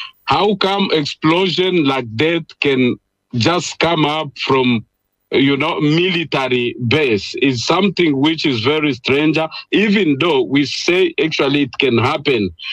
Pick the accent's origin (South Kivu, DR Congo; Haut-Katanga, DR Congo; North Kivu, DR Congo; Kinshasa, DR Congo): South Kivu, DR Congo; Uvira; English is a second language; myself, I'm originated from Uvira, which is 15 k's away of Burundi.